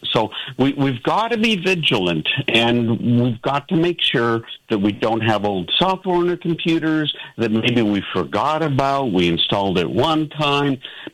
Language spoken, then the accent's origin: English; Northeast, United States; I never had air conditioning growing up in the Northeast.